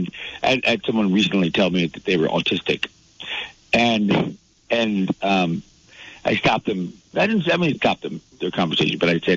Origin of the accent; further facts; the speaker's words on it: Saginaw, Michigan, United States; moved away as an adult; also born or lived in Arkansas; now in Vermont, United States; as a person of color, where I grew up in Saginaw, Michigan